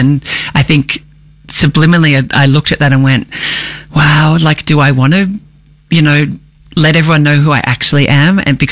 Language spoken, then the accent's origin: English; Melbourne, Victoria, Australia; But always come home to Melbourne.